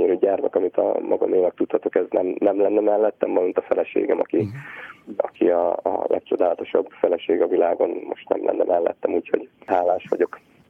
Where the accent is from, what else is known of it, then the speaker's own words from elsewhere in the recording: Zánka, Veszprém County, Hungary; also born or lived in Tapolca; én 83-ban születtem Tapolcán, és Zánkán gyerekeskedtem